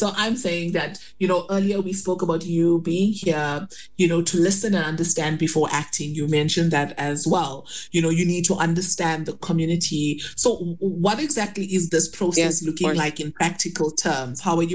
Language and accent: English; South Africa; as a South African, you know, we make so much shukr for the small mercies from Allah.